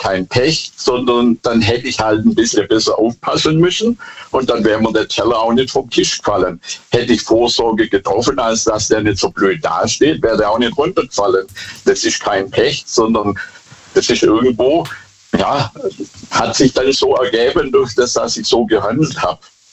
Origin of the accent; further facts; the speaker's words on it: Bad Boll, Baden-Württemberg, Germany; ich komme aus Bad Boll.